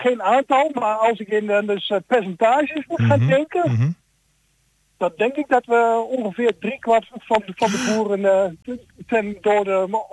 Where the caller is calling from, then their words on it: Voorst, Gelderland, Netherlands; Uit het pittoreske dorpje Voorst.